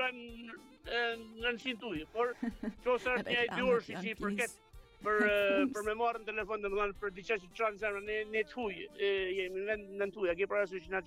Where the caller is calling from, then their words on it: Greece; Jam lulëzimi nga Greqia.